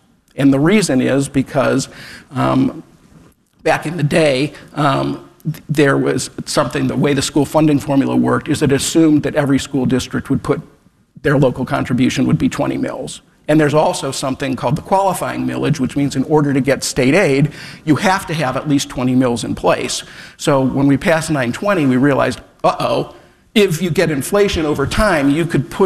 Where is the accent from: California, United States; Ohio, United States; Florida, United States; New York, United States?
Ohio, United States; Cleveland Heights; born there; So I was born in Cleveland Heights.